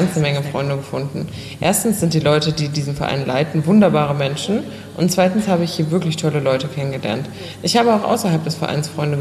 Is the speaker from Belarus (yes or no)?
no; Sarajevo, Federation of Bosnia and Herzegovina, Bosnia & Herzegovina; German is a second language; Ich wurde 1953 geboren und bin 73 Jahre alt. Ich bin in Sarajevo geboren und lebe immer noch dort.